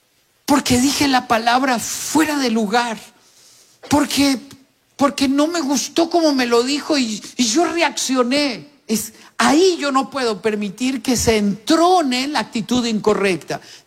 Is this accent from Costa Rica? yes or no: yes; Costa Rica; yo a veces pienso como tico